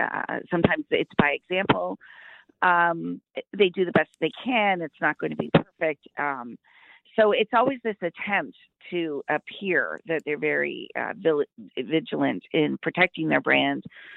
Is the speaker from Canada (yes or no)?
yes; London, Ontario, Canada; No problem. I'm from London area, so there you go.